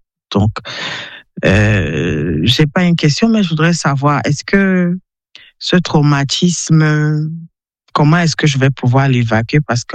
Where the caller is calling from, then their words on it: Yaoundé, Centre, Cameroon; j'ai 40 ans, j'appelle depuis Yaoundé.